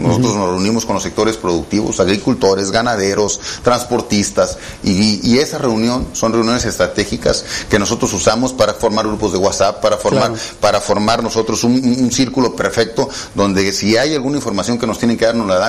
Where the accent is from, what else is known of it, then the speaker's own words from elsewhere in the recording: Tuxtla Gutiérrez, Chiapas, Mexico; moved away as an adult; Sí, no, yo soy chiapaneco de corazón y tuxtleco.